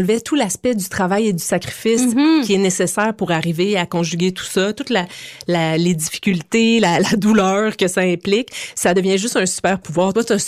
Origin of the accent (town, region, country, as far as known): Montreal, Quebec, Canada